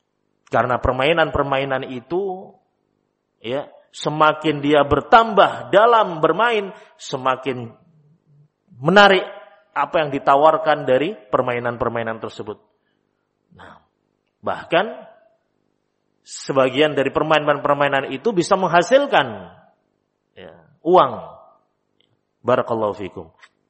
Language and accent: Indonesian; Java, Indonesia; Kalau dalam istilah kita orang Jawa, ojo kalah karo arek.